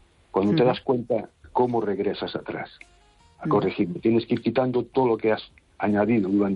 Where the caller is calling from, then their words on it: A Coruña, Galicia, Spain; de Coruña.